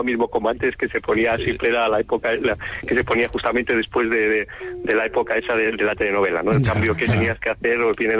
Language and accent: Spanish; Castile and León, Spain; now in Alcalá, Spain; mira, estoy en Alcalá, es un culebrón ya en sí, pero yo soy de Torto de Guevara, de Burgos, y te mando un saludo de nuestra tierrilla.